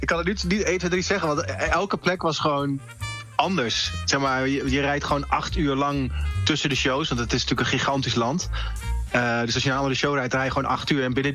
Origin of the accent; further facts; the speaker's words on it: Emmen, Drenthe, Netherlands; We komen natuurlijk zelf uit Emmen.